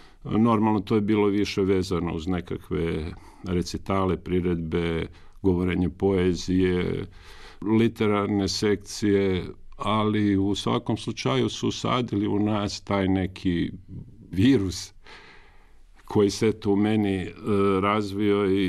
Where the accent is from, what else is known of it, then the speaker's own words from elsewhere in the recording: Umag, Istria County, Croatia; Ovako, ja sam rođen i odrastao i školovan u Umagu.